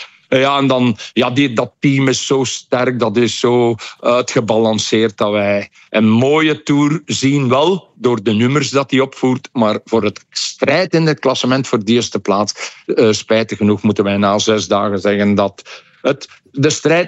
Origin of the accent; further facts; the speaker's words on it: Belgium; Voor mij, als Belg, zijnde, geef mij mijn Tischken benoot.